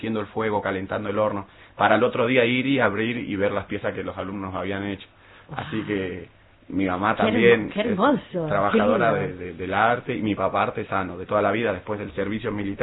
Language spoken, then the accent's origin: Spanish; Batán, Buenos Aires Province, Argentina; also born or lived in Mar del Plata; ahí en mi casa, ahí en Batán. Así que prácticamente nacido y criado en Batán.